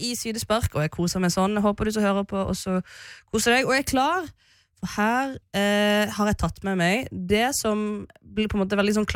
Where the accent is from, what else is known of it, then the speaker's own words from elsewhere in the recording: Bergen, Vestland, Norway; nei, jeg fra Bergen.